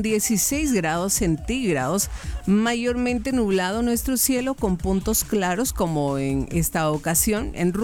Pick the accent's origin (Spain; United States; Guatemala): Guatemala; Cobán, Alta Verapaz; moved away; Mi pueblito natal